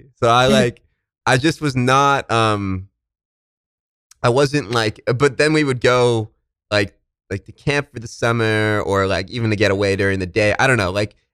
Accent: Buffalo, New York, United States; now in New York City, United States; her dad was from Buffalo and I'm from Buffalo.

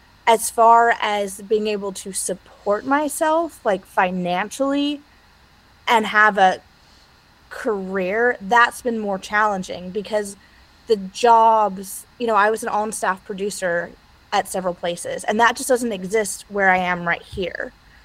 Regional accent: Bowling Green, Kentucky, United States; moved away as an adult; I have a challenging relationship with my hometown, but I love the South

